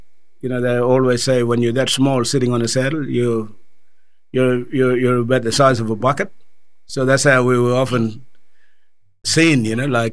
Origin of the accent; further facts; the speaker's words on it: Western Australia, Australia; also born or lived in Wyndham / Ivanhoe Station / Kununurra; after growing up in Newry